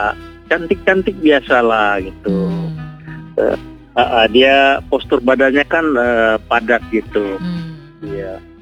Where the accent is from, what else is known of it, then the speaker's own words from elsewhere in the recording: Merauke, South Papua, Indonesia; Oh iya, saya orang Merauke, lahir di Merauke.